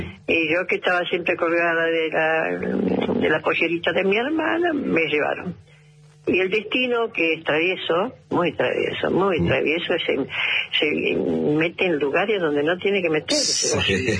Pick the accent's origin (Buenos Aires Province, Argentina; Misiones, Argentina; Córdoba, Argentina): Buenos Aires Province, Argentina; Villa Ballester; born there; Yo nací en Buenos Aires, en Villa Ballester, ajá, en la provincia de Buenos Aires.